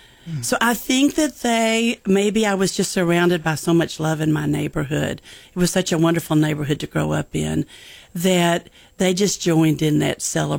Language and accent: English; Denison, Texas, United States; also born or lived in Wichita Falls, Texas; And I grew up in Denison, Texas, which is right at the Red River border, right at the border up there of North Texas, about 75 miles north of Dallas.